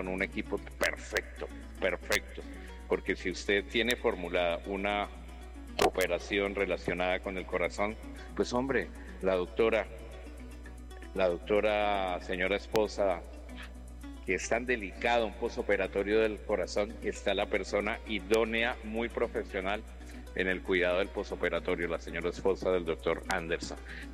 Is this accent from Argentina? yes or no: no; Llanos Orientales, Colombia; mi tierra llanera, de mi tierra colombiana